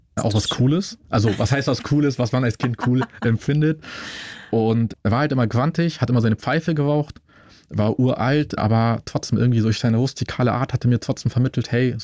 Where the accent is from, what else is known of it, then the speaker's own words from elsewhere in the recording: Munich, Bavaria, Germany; also ich bin in Schwabing aufgewachsen